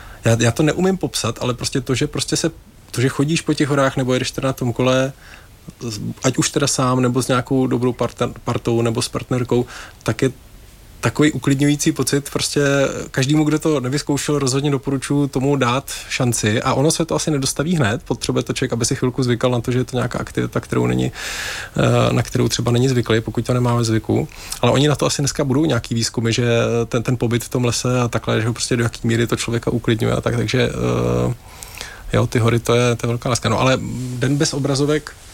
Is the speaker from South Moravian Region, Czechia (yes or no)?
yes; Brno, South Moravian Region, Czechia; moved away as an adult; jsem se narodil v Brně a do 22 let jsem vlastně žil tam a to je město celkem v rovině